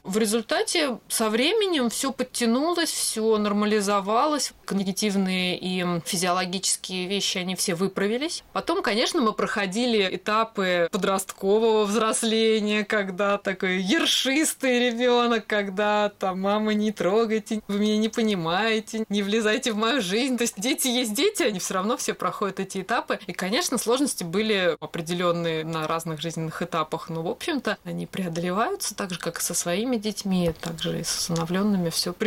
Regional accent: Moscow Oblast, Russia; потому что мы сами из Подмосковья, к московскому оператору региональному обращаться было проблематично за поиском детей.

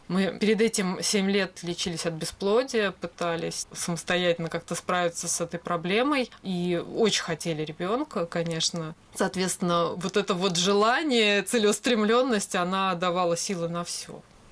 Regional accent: Moscow Oblast, Russia; потому что мы сами из Подмосковья, к московскому оператору региональному обращаться было проблематично за поиском детей.

